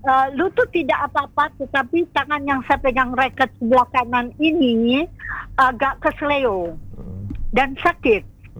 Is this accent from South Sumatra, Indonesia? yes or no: no; Lembang, West Java, Indonesia; Cuma saya waktu di tempat dingin, kota saya di Lembang itu dingin, itu terasa agak apa ya, nyeri.